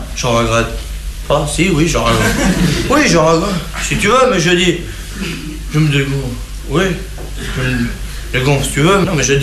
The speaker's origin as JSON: {"language": "French", "country": "France", "said": "Ouais, ben je suis bien blasé, hein, je suis français."}